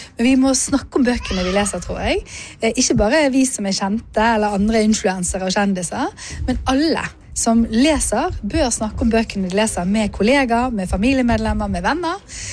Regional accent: Western Norway, Norway; Jeg er jo vestlending selv

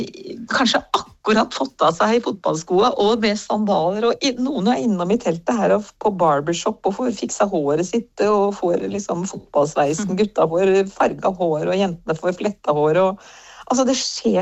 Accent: Elverum, Innlandet, Norway; also born or lived in South Sudan / United Arab Emirates; da jeg er fra Elverum, men jeg har vokst opp delvis i Sør-Sudan og Emiratene.

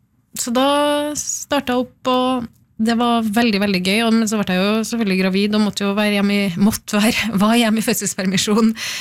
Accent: Trondheim, Trøndelag, Norway; also born or lived in Oslo; vi flyttet jo hjem fra Oslo til Trondheim for å være nær min mor, ja. Altså jeg jobbet i Oslo og bodde i Oslo mange år.

